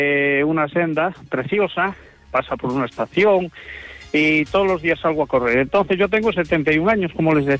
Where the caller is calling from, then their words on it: Oviedo, Asturias, Spain; Les llamo desde Oviedo, aunque ahora, bueno, estoy al lado de Oviedo, unos kilómetros de Oviedo.